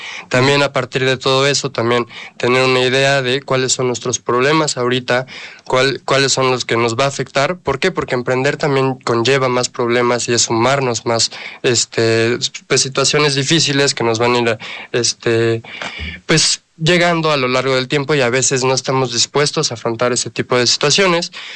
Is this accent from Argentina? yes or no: no; Mexico; como mexicanos, pues la verdad muchas personas les gusta emprender